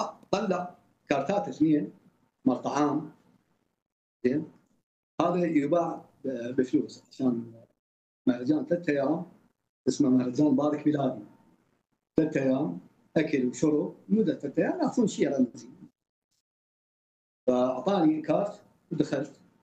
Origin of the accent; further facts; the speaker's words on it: Iraq; احنا متعلمين عراقيين